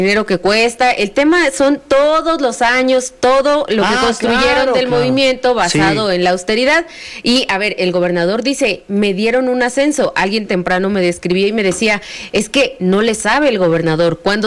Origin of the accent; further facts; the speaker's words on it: Chiapas, Mexico; yo que soy de Chiapas